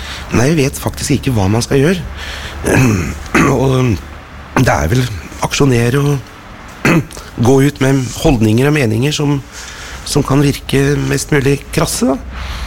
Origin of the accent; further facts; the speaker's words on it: Innlandet, Norway; jeg født og oppvokst oppe I Nordøsterdalen da. Oppe på en liten bondegård, sånn, I en fjellbygd.